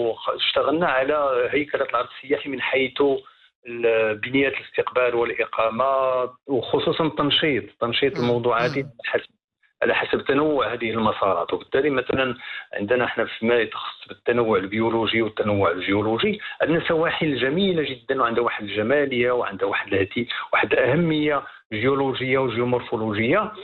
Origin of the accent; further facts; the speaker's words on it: Safi, Marrakesh-Safi, Morocco; عندنا هنايا في المنطقة ديال أسفي